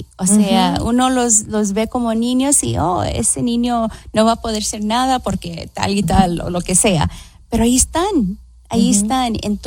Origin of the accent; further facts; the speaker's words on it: Los Angeles, California, United States; Es, yo me crié en los East LA, en, uh-huh. en el este de Los Ángeles.